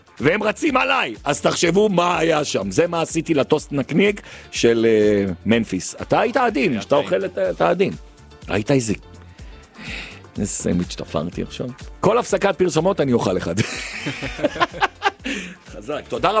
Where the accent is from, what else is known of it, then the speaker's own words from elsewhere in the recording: Beit Shemesh, Jerusalem District, Israel; כפרה, אני מדבר איתה, אני מבית שמש!